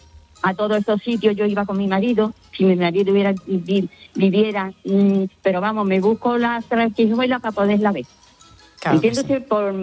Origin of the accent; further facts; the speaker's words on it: La Línea de la Concepción, Andalusia, Spain; Yo soy de España, soy andaluza, soy linense. Así que fíjese usted lo que tengo detrás. Soy linense con mucho orgullo.